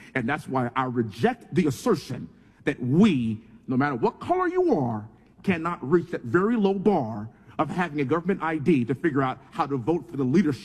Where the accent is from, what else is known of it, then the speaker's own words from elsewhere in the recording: Texas, United States; Well, in my home state of Texas, we just removed thousands of non-citizens from voter rolls.